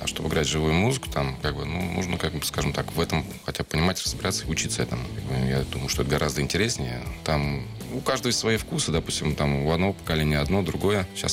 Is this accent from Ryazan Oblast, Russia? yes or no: yes; Ryazan, Ryazan Oblast, Russia; moved away as an adult; now in Moscow, Russia; я сам родом из Рязани, да, ну, живу уже лет 15 раз, живу, работаю здесь, в Москве.